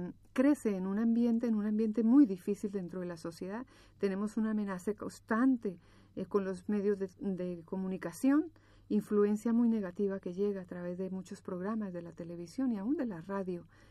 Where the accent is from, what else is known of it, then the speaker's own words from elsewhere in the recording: Colombia; moved away as an adult; now in Barcelona, Spain; Sí, yo soy colombiana. Y hace 5 años vivo en Barcelona y soy madre de 3 niños